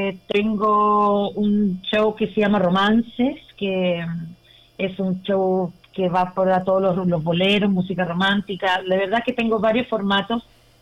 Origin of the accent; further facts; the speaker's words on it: Chile; yo creo que los chilenos tenemos una fortaleza extra